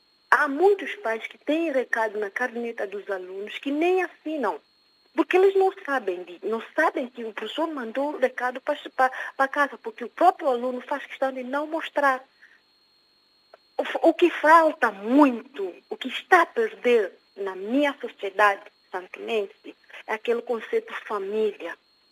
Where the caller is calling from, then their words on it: São Tomé & Príncipe; Eu falo de Santo Tomé e Príncipe, que é meu país